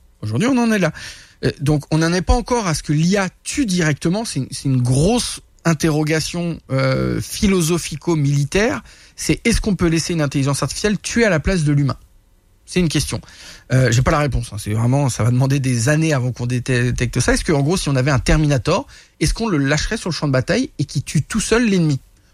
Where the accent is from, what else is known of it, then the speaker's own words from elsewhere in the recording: France; now in Canada; parce que je suis français et qu'il y a eu les forces françaises qui ont été engagées, de deux, parce que je suis canadien de cœur maintenant